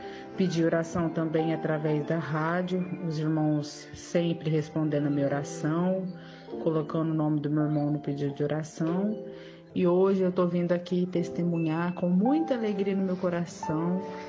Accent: Mococa, São Paulo, Brazil; sou da cidade de Mococa.

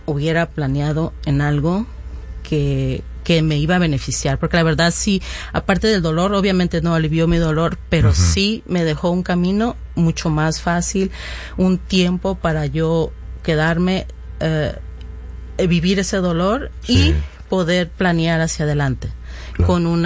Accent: Mexico; Mi mamá, yo soy de México, mi mamá es de Michoacán, falleció

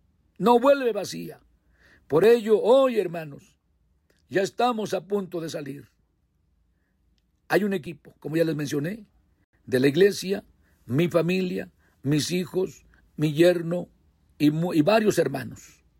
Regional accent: Mexico; nosotros como mexicanos, como pueblo de Dios de México

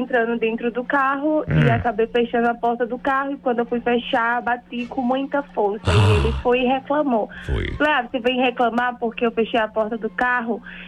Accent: Palmeira dos Índios, Alagoas, Brazil

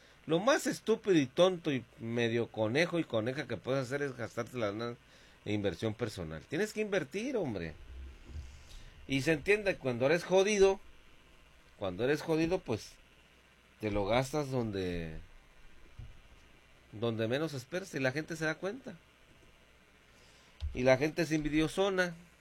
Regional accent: Mexico; lo mestizo no se nos quita, somos mexicanos muy bonitos.

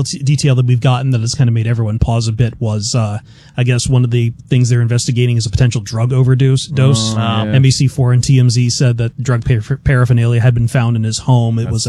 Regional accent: Queens, New York, United States; born there; I was born in Queens.

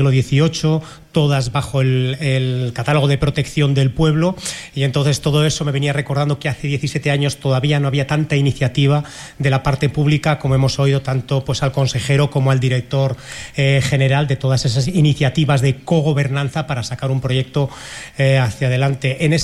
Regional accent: Jaca, Aragon, Spain; Ninguno, ni Pachi ni yo, somos de aquí. Pachi es de San Sebastián, yo soy

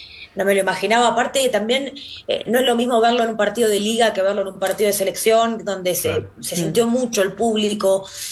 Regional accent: Argentina; Nos ha pasado a nosotros también, como argentinos, ir a Brasil

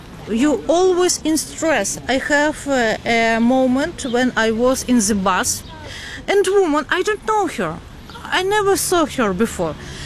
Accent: Odesa, Odesa Oblast, Ukraine; English is a second language; And I say, sorry, I'm from Odessa, and it's my choice to speak Ukrainian.

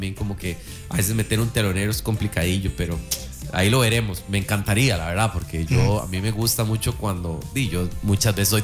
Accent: Costa Rica; moved away as an adult; now in Mexico; Costa Rica nos ha dado todo y sé que es donde crecimos. Y en mi país

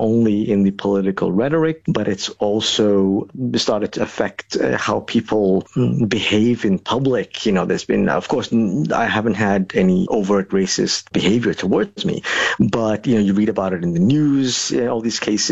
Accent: Malmö, Skåne, Sweden; When I travel to other parts of Europe and I tell them I'm from Malmö, they're like, oh, yeah, that's a very dangero

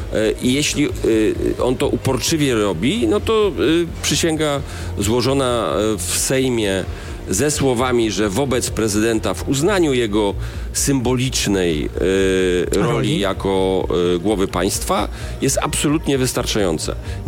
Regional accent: Greater Poland Voivodeship, Poland; zresztą ze wschodniej Wielkopolski, czyli z mojego regionu. Ja jestem Wielkopolaninem

